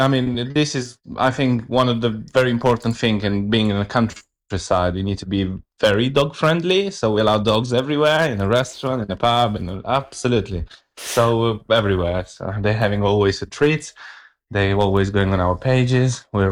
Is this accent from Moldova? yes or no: yes; Moldova; English is a second language; moved away as an adult; now in Northamptonshire, United Kingdom; So I'm from Moldova.